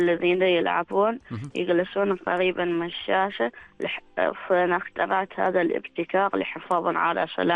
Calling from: Al Awabi, South Batinah, Oman; أنا من العوابي.

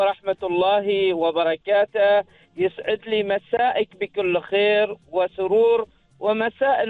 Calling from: Bidbid, Ad Dakhiliyah, Oman; من نفعة ولاية بدبد.

